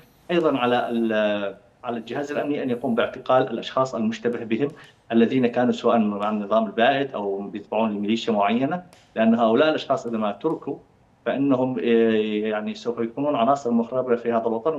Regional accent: Syria; اليوم أنا سوري أعيش في وطن، في بلدي سوريا

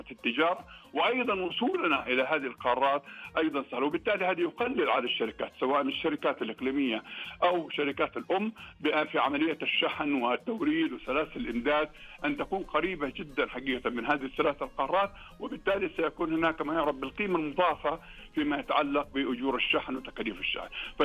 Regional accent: Saudi Arabia; نحن عندنا في السعودية هنا

